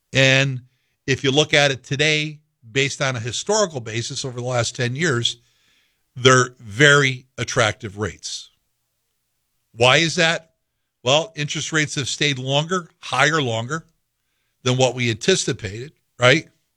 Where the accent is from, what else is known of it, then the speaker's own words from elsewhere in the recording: Schaghticoke, New York, United States; I'm a kid from Scaticoke, New York.